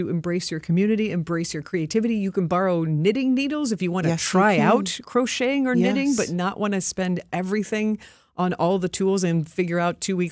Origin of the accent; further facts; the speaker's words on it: the South, United States; I get sheepish because I feel like I grew up in the South, so I don't want to impose on somebody.